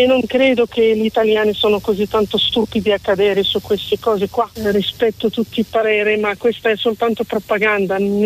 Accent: Morocco; Italian is a second language; now in Italy; Io sono marocchina e parlo della cultura dove sono cresciuta

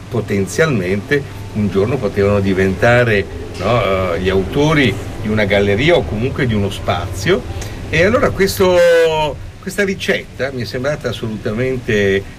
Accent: Milan, Lombardy, Italy; moved away as an adult; now in Bologna, Italy; lo dico da fuorisede perché io ho studiato a Bologna ma vengo da Milano

